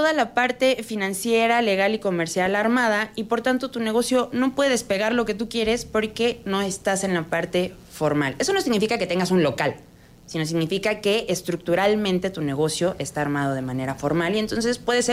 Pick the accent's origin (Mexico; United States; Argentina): Mexico; somos muchos mexicanos